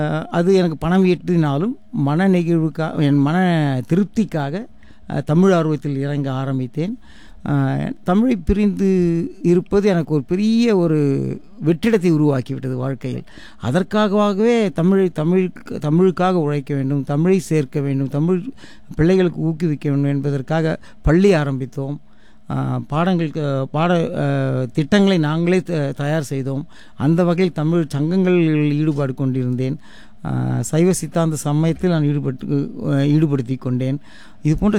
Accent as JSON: {"language": "Tamil", "town": "Kaniyambadi", "region": "Tamil Nadu", "country": "India", "tie": "born or raised there", "moved": "as an adult", "lives_now": "Melbourne, Australia", "said": "என்னுடைய ஊரை பற்றி சொல்ல வேண்டுமானால் அது வேலூர். தமிழகத்தில் சென்னையிலிருந்து ஒரு 210 கிலோமீட்டரில் இருக்கிற வேலூர் நகரத்திற்கு ஒரு 13 கிலோமீட்டர் தொலைவில் உள்ள சிறிய கிராமம் கனியம்பாடி."}